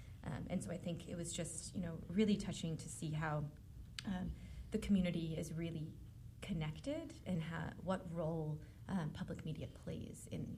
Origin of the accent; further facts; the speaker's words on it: Philadelphia, Pennsylvania, United States; I'm from Philadelphia.